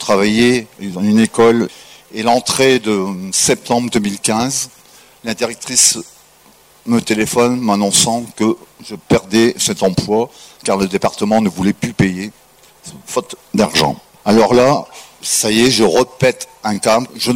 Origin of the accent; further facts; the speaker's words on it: Hauts-de-France, France; now in Valence, France; J'ai oublié de dire, je suis du Pas-de-Calais, j'étais là-haut. Et le lendemain matin, 7h30, je prenais le train pour arriver à Valence